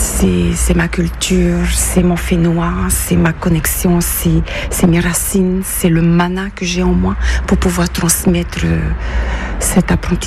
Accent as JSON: {"language": "French", "town": "Moorea", "region": "Windward Islands", "country": "French Polynesia", "tie": "born or raised there", "lives_now": "France", "said": "Je viens de la Polynésie française et je suis originaire de l'île de Mouria, qui est l'île sœur de Tahiti."}